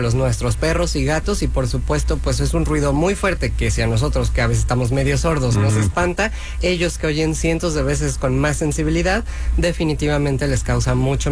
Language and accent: Spanish; Mexico